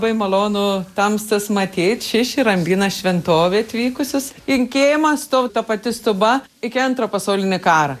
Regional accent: Bitėnai, Tauragė County, Lithuania; Jau esu šišioniškė. Gimus prieš daugiau negu pusšimtį metų čia Bitėnuose po gandrų koloniją ir mano tarmė jau yra susigulėjusi tokia, kokia čia jinai yra. Šiek tiek prie žemaičių galbūt, šiek tiek Tauragės

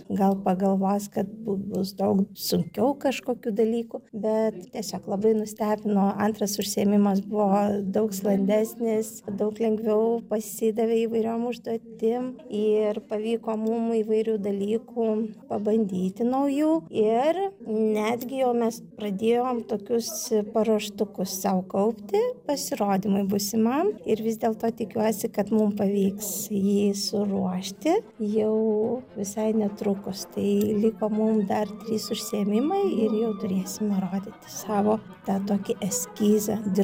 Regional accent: Kaunas, Kaunas County, Lithuania; nors esame iš Kauno, o dirbtuvės vyksta Tauragėj.

